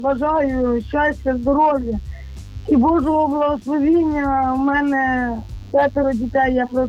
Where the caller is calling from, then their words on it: Berdychiv district, Zhytomyr Oblast, Ukraine; Село Гуздава.